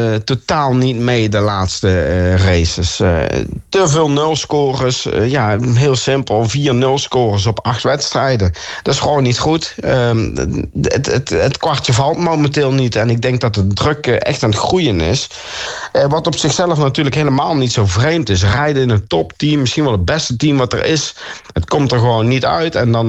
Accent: Netherlands; we doen het nog steeds gewoon heel goed als Nederlanders zijnde.

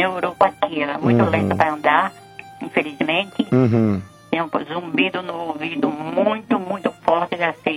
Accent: São Bernardo do Campo, São Paulo, Brazil; Eu sou de São Bernardo do Campo.

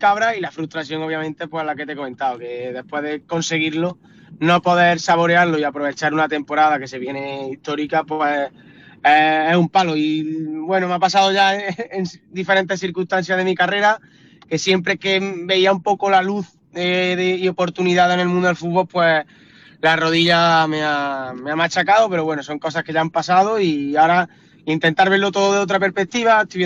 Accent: Montilla, Andalusia, Spain; Los años en Montilla, que para mí jugar en mi pueblo y ganar con mi pueblo ha sido algo brutal.

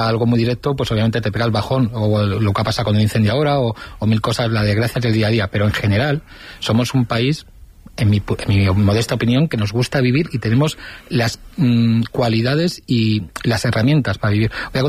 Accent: Spain; yo valoro mucho mi país y me considero español

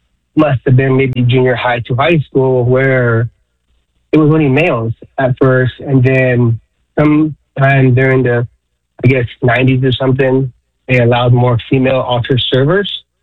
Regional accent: Orange, California, United States; I come from the Orange Diocese as a young child.

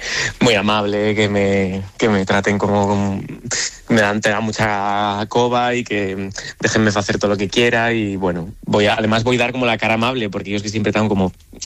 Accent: Oviedo, Asturias, Spain; yo soy de Ubieu

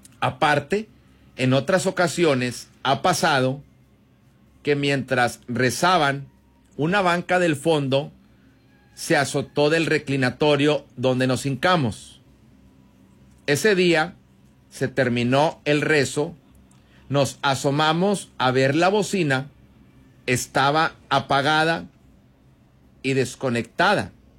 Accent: Mexico; Todo lo venimos preparando como típico mexicano, a última hora.

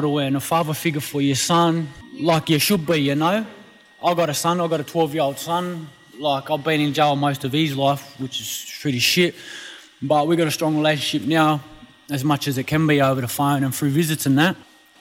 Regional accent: Mount Druitt, New South Wales, Australia; My dad's Koori and my mum's white. I grew up in Mount Druitt all my life.

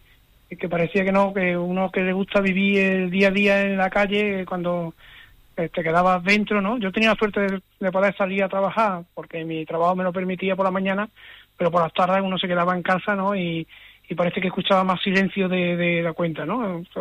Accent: Pedroche, Andalusia, Spain; now in Córdoba, Spain; Yo siempre he dicho que este es mi pueblo

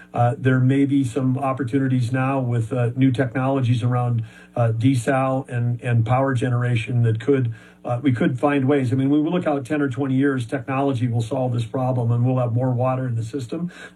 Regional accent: North Dakota, United States; my home state of North Dakota

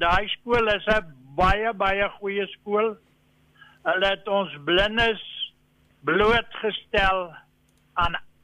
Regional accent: Port Elizabeth, Eastern Cape, South Africa; also born or lived in Worcester; Ek is maar hier in Port Elizabeth gebore en ek het hier op Patterson skool gegaan tot sonder 2.

